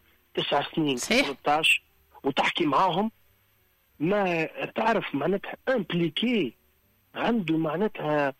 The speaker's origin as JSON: {"language": "Arabic", "town": "Zarzis", "region": "Medenine", "country": "Tunisia", "also_born_or_lived": "New York", "moved": "yes", "said": "كي انا مشيت عندهم في تونس وكيف هم جاوا عندنا معناتها في جرجيس."}